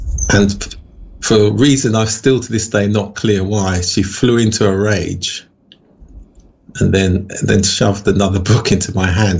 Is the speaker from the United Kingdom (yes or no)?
yes; England, United Kingdom; we were born in England and it's our parents who were born abroad.